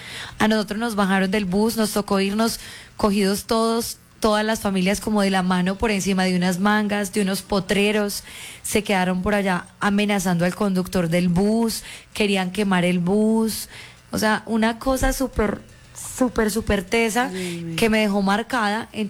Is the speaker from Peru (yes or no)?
no; Entrerríos, Antioquia, Colombia; Nosotros somos de Entre Ríos, Antioquia.